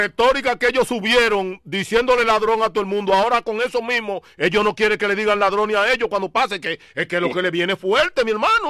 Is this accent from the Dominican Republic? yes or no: yes; Santo Domingo Oeste, Santo Domingo, Dominican Republic; now in United States; En el barrio mío, en el barrio de Herrera, en Herrera, de donde yo soy.